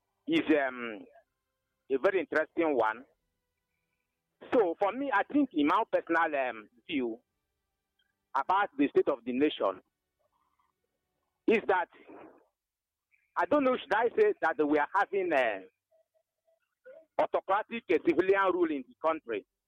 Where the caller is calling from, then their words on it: Komoro, Ebonyi, Nigeria; as usual. I am reaching you from Komoro, which is located in Enyaba, DC of Ebonyi State.